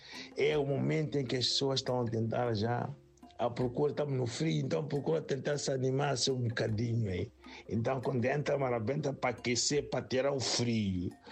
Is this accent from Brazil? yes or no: no; Mozambique; próprios imigrantes, não só imigrantes, os nossos membros das nossas comunidades, a perceberem o que nós, como moçambicanos, também temos de desempenhar nos nossos papéis.